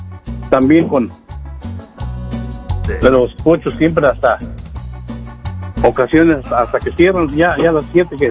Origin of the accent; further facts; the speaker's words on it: Michoacán, Mexico; now in Portland, United States; Pues yo soy originario, soy de Michoacán.